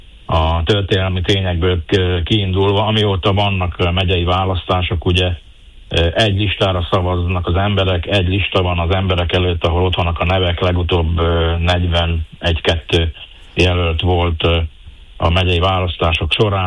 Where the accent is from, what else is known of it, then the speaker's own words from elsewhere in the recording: Felvidék, Slovakia; felvidéki magyarként és magyar polgármesterként, magyar emberként